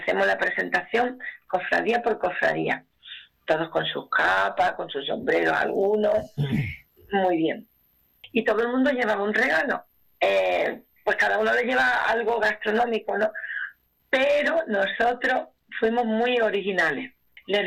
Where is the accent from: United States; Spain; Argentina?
Spain; San Fernando, Andalusia; born there; now in Chiclana de la Frontera, Spain; Yo soy nacida en San Fernando, toda mi familia de San Fernando, y siempre, siempre, siempre tengo presente que mis padres están enterrados en San Fernando, pero trabajo en Chiclana, vivo en Chiclana